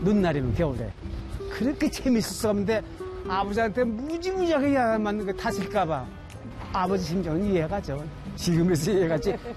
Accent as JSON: {"language": "Korean", "country": "South Korea", "tie": "born or raised there", "said": "저 여기 출생이라 태어나서 을로학교 졸업하고 여기 초등학교가 을로 초등학교 있어요."}